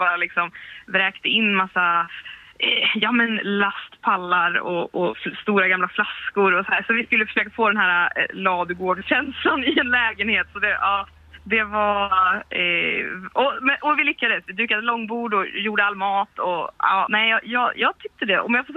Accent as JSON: {"language": "Swedish", "town": "Slätta", "country": "Sweden", "said": "Så hemma i Slätta, där jag kommer ifrån, så har vi ett kompisgäng"}